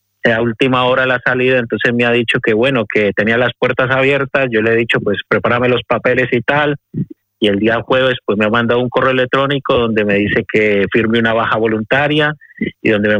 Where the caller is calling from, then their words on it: Madrid, Community of Madrid, Spain; desde Aluche.